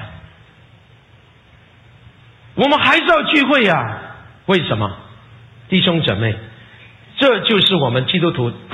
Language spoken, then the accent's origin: Chinese; China; 其实特别是我们，我真的讲特别我们是中国人呢、啊，在我们中国啊